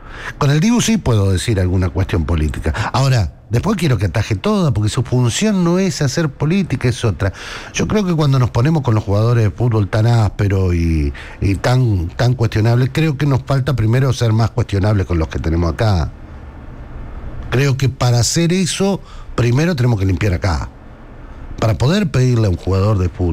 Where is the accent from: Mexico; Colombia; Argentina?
Argentina